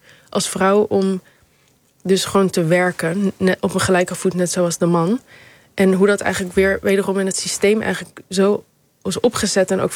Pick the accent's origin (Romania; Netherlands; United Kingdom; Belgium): Netherlands; Amsterdam, North Holland; now in Rotterdam, Netherlands